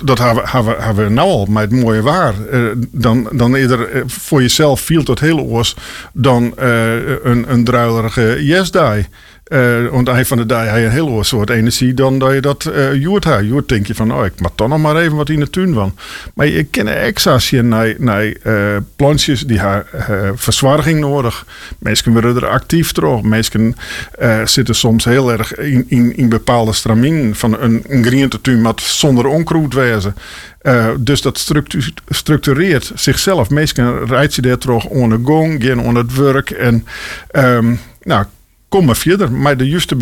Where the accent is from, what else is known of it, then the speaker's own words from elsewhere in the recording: Buitenpost, Friesland, Netherlands; En daar ben ik in Boetenpost op Jeltingelaan opgegroeid.